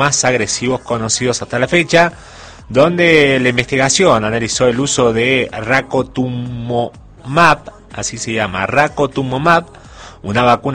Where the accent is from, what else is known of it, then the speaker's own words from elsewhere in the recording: Argentina; Así que así somos los argentinos.